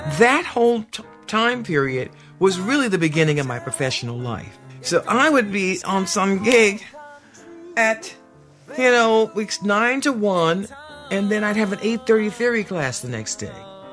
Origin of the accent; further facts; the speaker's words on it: Miami, Florida, United States; moved away as an adult; also born or lived in New York; now in Los Angeles, United States; I was born in Miami, Florida. The family life was really centered around church, a community.